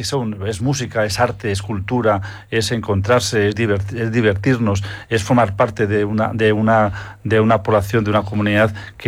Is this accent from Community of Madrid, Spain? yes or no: yes; Tres Cantos, Community of Madrid, Spain; Yo como español, como tricantino, como español